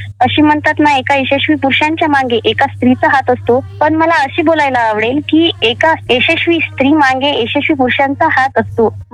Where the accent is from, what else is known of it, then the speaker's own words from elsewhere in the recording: Pardi Asra, Maharashtra, India; moved away as an adult; now in Sukli, Washim, India; जिल्हा वाशिम आहे। वाशिम वरून 20 किलोमीटर अंतर माझं गाव आहे। तसेच माझे माहेर पारडी आसरा आहे। माझं शिक्षण BA फायनल झाले आहे।